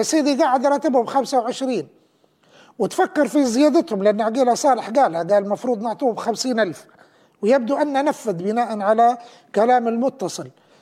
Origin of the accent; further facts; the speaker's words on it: Libya; كلنا كليبيين